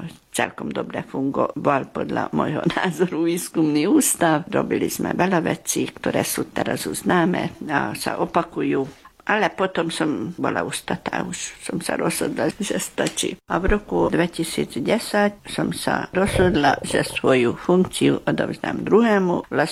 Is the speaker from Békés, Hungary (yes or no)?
yes; Békéscsaba, Békés, Hungary; som sa rozhodla, že ja musím sa domov vrátiť. Tak dlho som bola ďaleko, že som cítila tú potrebu, že zase chcem tu bývať doma v Bekeskej Čabe. Čiže ja vždy som musela odísť trošku na chvíľku, ale stále som sa vrátila sem.